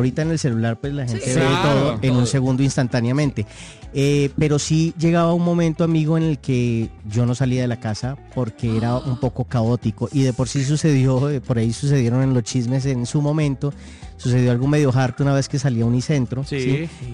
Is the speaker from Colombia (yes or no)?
yes; Cali, Valle del Cauca, Colombia; now in Bogotá, Colombia; yo soy caleño y me vengo primero para hacer de Cali a Bogotá